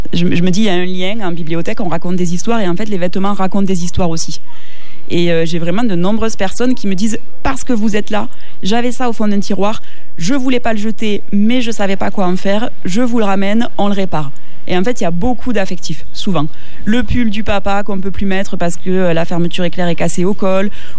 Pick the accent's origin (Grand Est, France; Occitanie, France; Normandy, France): Occitanie, France; moved away; also born or lived in Aix / Paris; moi, je suis originaire de Saint-Laurent-des-Gouzes.